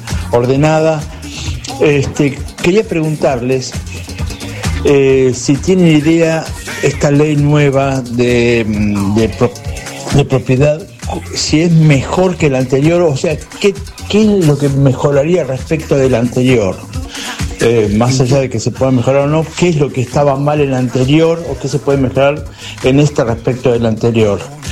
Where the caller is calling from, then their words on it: Buenos Aires, Argentina; soy de Cava.